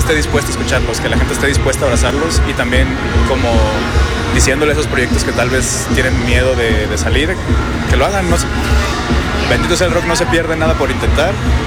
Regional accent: Guadalajara, Jalisco, Mexico

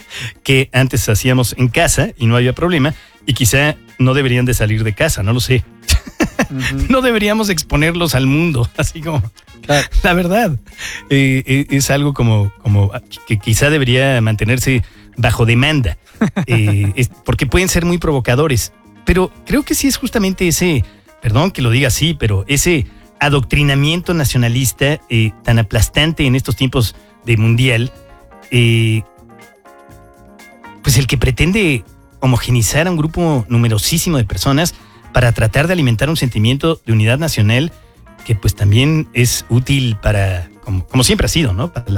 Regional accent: Mexico City, Mexico; born there; yo soy mexicano, nací en México, Distrito Federal

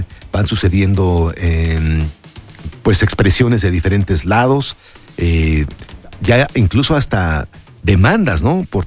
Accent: Mexico; también soy mexicano, también soy hombre.

